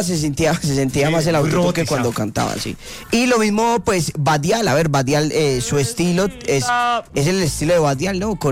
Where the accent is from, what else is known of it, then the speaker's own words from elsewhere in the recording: Medellín, Antioquia, Colombia; Yo soy de Medellín